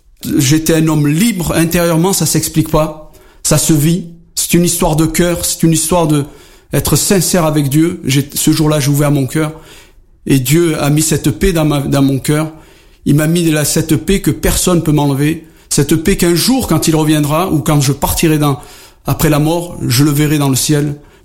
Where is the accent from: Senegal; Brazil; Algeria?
Algeria